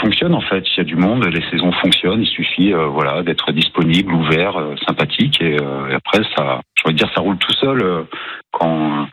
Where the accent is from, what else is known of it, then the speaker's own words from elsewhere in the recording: Brittany, France; now in Nice, France; je ne suis pas natif du comté de Nice, quoi, même de la région, moi de base je suis breton